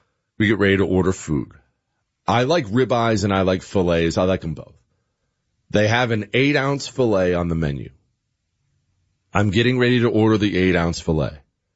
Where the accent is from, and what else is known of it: United States